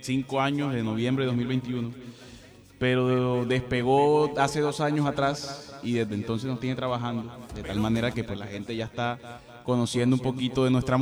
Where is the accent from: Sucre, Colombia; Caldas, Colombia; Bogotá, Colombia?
Sucre, Colombia; Sincelejo; now in Barranquilla, Colombia; Sincelejano, pero bueno, yo digo que Barranquilla me adoptó hace 7, 8 años.